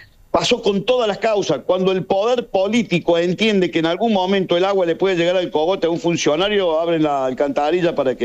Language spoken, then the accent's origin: Spanish; Argentina; sabemos cómo somos los argentinos.